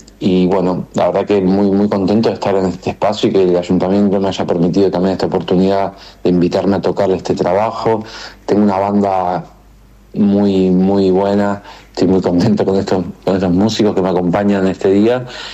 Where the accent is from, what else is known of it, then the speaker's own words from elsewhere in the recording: Rome, Lazio, Italy; También crecí en Roma, o sea que en diferentes idiomas ha sido.